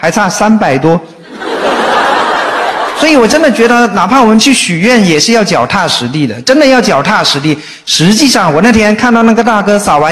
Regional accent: Guangxi, China; 因为我是个广西人。

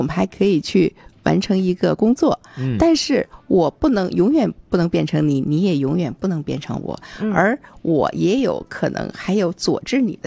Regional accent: China; 它才是我们中国人所追求的

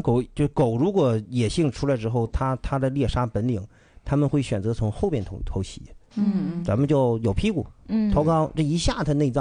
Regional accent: Dalian, Liaoning, China; 我们大连人嘛，

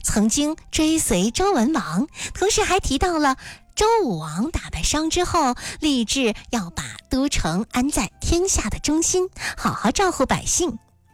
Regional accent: China; 就形成了我们中国人对于中正和谐理念的追求

